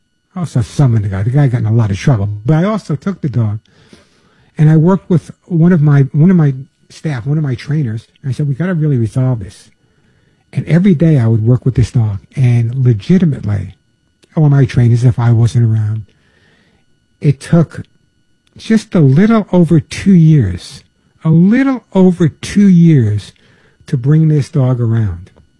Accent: New York, United States; accent: New York

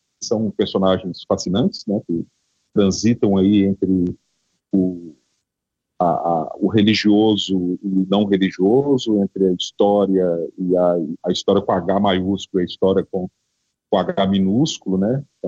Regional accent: Ouro Preto, Minas Gerais, Brazil; eu sou de Ouro Preto, uma cidade histórica famosa, né, do Brasil

